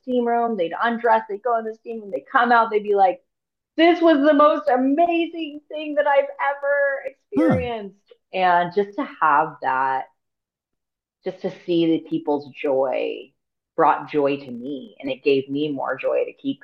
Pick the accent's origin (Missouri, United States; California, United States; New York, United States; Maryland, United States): California, United States; Bay Area; moved away as an adult; now in Southern California, United States; I'm actually from the Bay Area. I just live in Southern California now because of life circumstances brought me here. But I'm from, like I said, the Northern California. So I lived up there until 2019, and then I moved here.